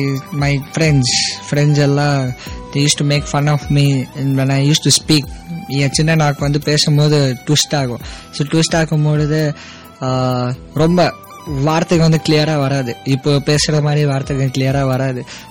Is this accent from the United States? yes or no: no; Chennai, Tamil Nadu, India; born there; I was born in Chennai in a small family which my family is basically a Roman Catholic background.